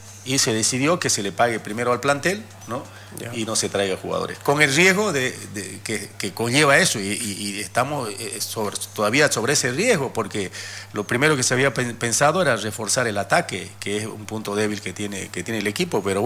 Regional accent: Yacuiba, Tarija, Bolivia; en mi pueblo, en Yacuiba

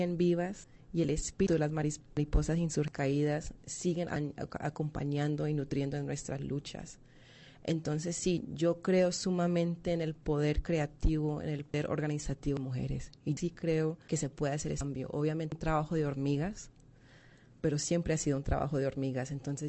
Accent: Colombia; now in El Salvador; Me siento muy comprometida con el pueblo salvadoreño y lo veo como mi segundo hogar. Aunque yo soy colombiana, creo que he pasado más tiempo en este país que en mi propio país.

